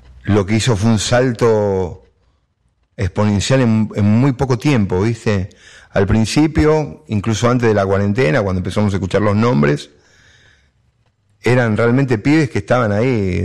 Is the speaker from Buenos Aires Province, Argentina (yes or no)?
yes; El Palomar, Buenos Aires Province, Argentina; Yo soy de Palomar y mi viejo tocaba jazz y daba clases. Tampoco, viste, soy del oeste.